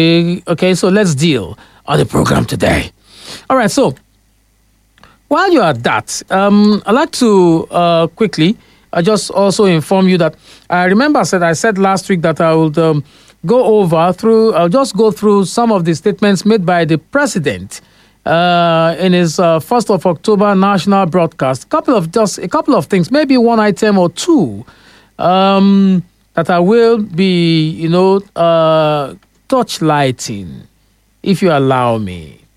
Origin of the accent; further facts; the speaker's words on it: Nigeria; Well, as a Nigerian, I'm always interested in speeches.